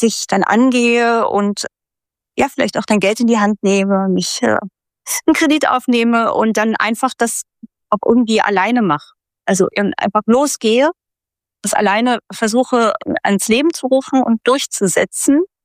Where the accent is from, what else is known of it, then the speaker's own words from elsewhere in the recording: Berlin, Germany; born there; Mein Geburtsort ist Berlin.